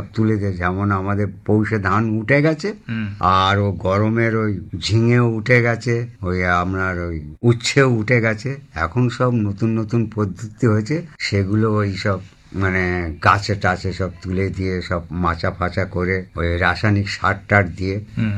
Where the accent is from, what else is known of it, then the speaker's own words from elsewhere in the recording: Pranballavpur, West Bengal, India; আমি আসছি মোগরাহাট 1 নম্বর ব্লক থেকে, উস্তি থানা অন্তর্গত। আমার বাড়ি প্রাণবল্লভপুর, পোস্ট প্রাণবল্লভপুর।